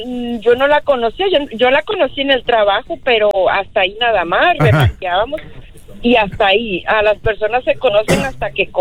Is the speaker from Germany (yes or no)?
no; Mexico; Yo soy de México.